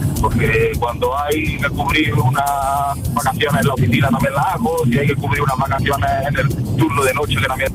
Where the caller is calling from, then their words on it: Granada, Andalusia, Spain; Yo soy de Granada y vivo en un pueblo pequeñito, que es Pérez de Benaudalla, uh-huh. Y me desplazo hacia la capital.